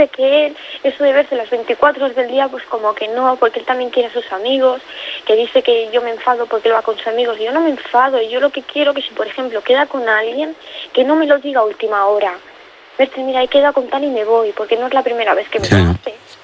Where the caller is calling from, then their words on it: Barcelona, Catalonia, Spain; Y yo soy de Zona Franca.